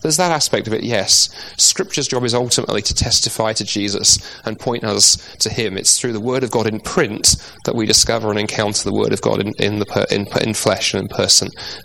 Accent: England, United Kingdom

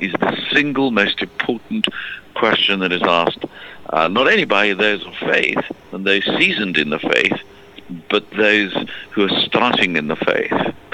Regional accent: South Africa; moved away as an adult; also born or lived in Cambridge, England; now in London, United Kingdom; I grew up in South Africa, went to university there, studied law and philosophy.

